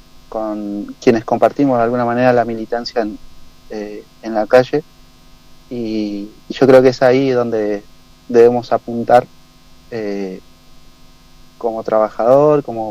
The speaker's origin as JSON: {"language": "Spanish", "region": "Río Negro", "country": "Argentina", "moved": "yes", "said": "la línea sur, que es de donde vengo yo y siempre ando por allá cada tanto"}